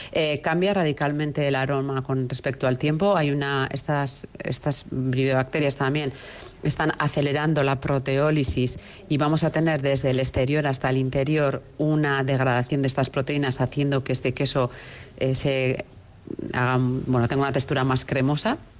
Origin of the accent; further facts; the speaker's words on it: Basque Country, Spain; Nosotros, como vascos que tenemos la capacidad de identificar estos paisajes